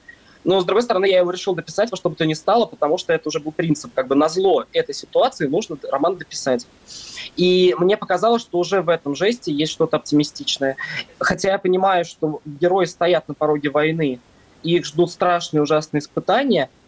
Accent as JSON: {"language": "Russian", "country": "Russia", "moved": "as an adult", "lives_now": "Germany", "said": "Я уехал из России 3 января этого года, и поэтому я в Германии уже 7 месяц."}